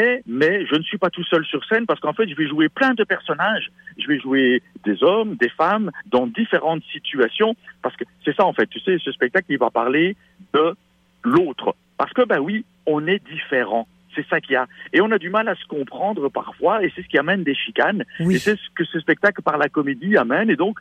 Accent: Quebec, Canada; accent: Québécois; ben tu peux entendre à mon accent que je suis québécois

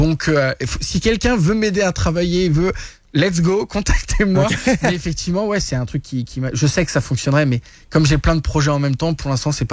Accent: France; now in Canada; je suis français

